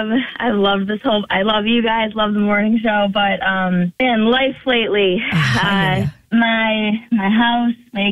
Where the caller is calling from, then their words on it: Mount Pleasant, South Carolina, United States; Mount Pleasant.